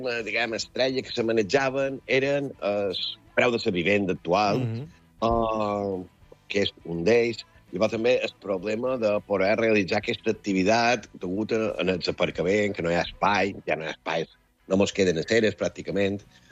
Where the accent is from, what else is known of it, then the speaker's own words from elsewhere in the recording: Balearic Islands, Spain; era tan guapo, era tan viu, tan autèntic com a mallorquins